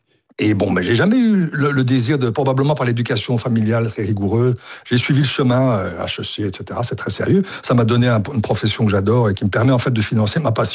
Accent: Goma, North Kivu, DR Congo; born there; Je suis né à Goma, dans une région très, malheureusement très agitée depuis très longtemps, mais voilà, c'est là que je suis né.

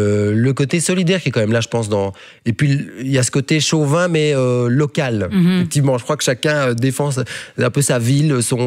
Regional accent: Bastogne, Wallonia, Belgium; Je suis luxembourgeois, je suis bastonien luxembourgeois, puis belge. Je me ressens pas wallon, ça c'est étrange.

